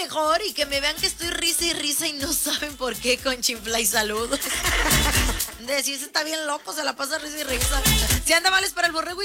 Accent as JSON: {"language": "Spanish", "country": "Mexico", "said": "somos mañosos, somos mexicanos, somos mañosos."}